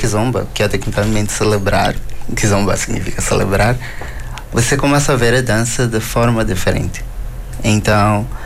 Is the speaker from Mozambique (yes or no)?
yes; Mozambique; moved away